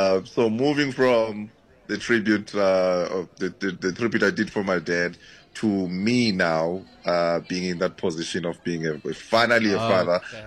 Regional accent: South Africa

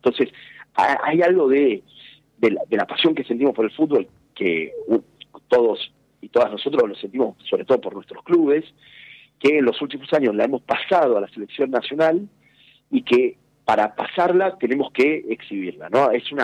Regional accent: Argentina

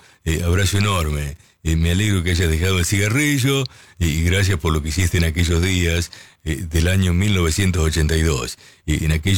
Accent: Corrientes, Argentina; now in San Fernando, Argentina; de San Fernando, excombatiente. En cuanto a la consigna, cuando éramos chicos, en el pueblo de Corrientes, jugábamos a la bolita y el dinero era papel de cigarrillo.

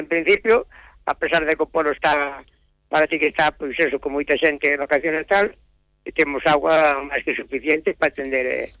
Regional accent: Cortegada, Galicia, Spain; Sí, yo soy oriundo de Cortegada. Nací en Cortegada, hace 80 años.

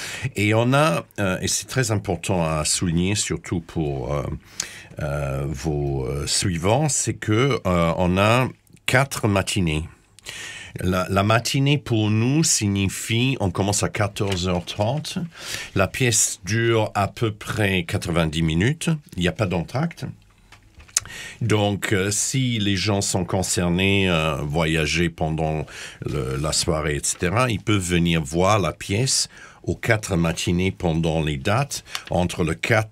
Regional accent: Corsica, France; now in Melbourne, Australia; Je suis corse.

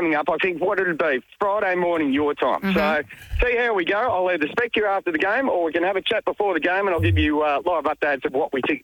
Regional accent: Australia; now in Long Beach, United States; And as you can imagine, as Australian fans, right behind that goal, the referee was copping an earful.

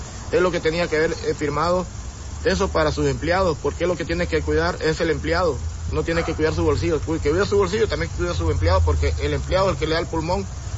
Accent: Honduras; Porque yo soy hondureño, pero no me van a ver la cara.

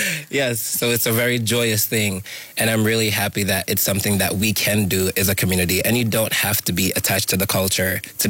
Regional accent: Jamaica; moved away; growing up in Jamaica, it was super hard because Jamaica's a homophobic society.

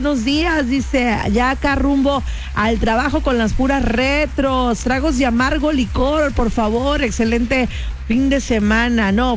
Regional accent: Mixteca, Mexico; Arriba la Mixteca, la Lizcoya también y toda mi tierra y toda mi gente.

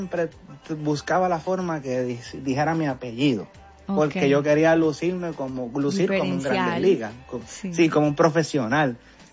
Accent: Puerto Rico; Pero soy boricua.

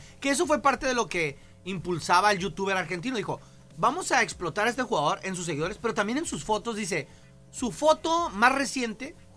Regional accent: Mexico; nosotros somos mexicanos

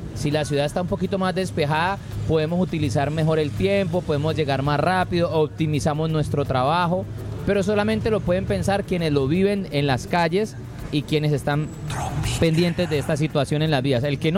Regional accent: Cali, Valle del Cauca, Colombia; pero la verdad es que los como caleños, muy, muy, muy lejos de pensar y decir por ahí

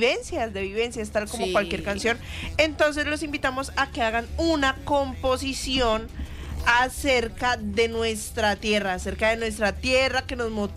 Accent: Colombia; nuestra tierra, nuestras raíces, nuestra fuerza y lo que somos y lo que nos une como colombianos

